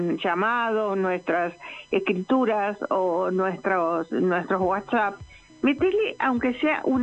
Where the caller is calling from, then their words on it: Acassuso, Buenos Aires Province, Argentina; de Acasuso.